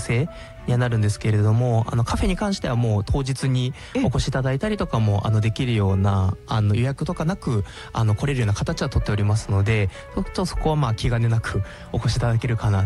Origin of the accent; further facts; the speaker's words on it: Gifu, Japan; 出身は岐阜になります。